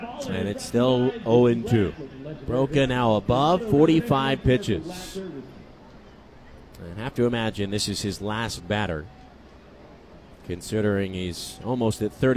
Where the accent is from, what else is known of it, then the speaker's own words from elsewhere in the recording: Kansas City, Missouri, United States; A deal with my hometown team, the Kansas City Royals.